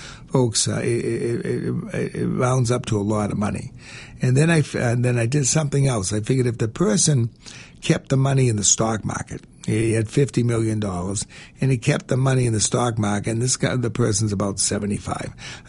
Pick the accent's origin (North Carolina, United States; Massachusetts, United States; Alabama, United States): Massachusetts, United States; Quincy; I grew up in Quincy Point. It was not one of the, it's not considered one of the high rent districts in Quincy.